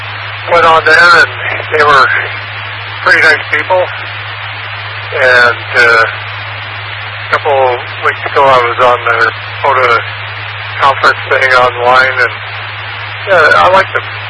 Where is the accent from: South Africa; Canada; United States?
Canada; Vancouver, British Columbia; born there; I'm Canadian. Originally, I was born in Vancouver, but we moved around a lot.